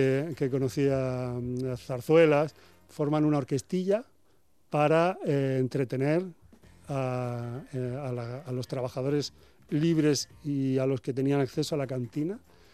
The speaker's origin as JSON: {"language": "Spanish", "town": "Almoradí", "region": "Valencian Community", "country": "Spain", "said": "Yo soy de un pueblo de Alicante que se llama Almoradí, y este era el campo de Albatera."}